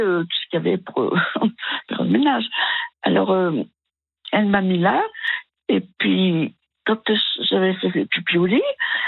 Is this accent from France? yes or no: yes; Cosne-Cours-sur-Loire, Bourgogne-Franche-Comté, France; Ah oui, je suis née à Cône.